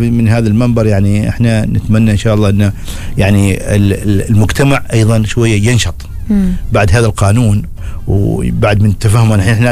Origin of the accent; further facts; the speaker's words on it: Oman; طبعا عندنا في سلطنة عمان عن طريق الفحص